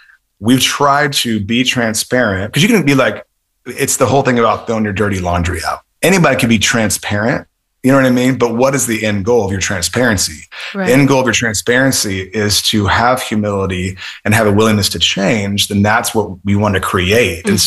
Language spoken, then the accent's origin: English; Indiana, United States; moved away as an adult; So I'm originally from Indiana.